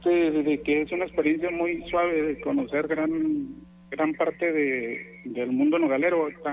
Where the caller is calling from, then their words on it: Saucillo, Chihuahua, Mexico; Acá en Saucillo, en la cordillera.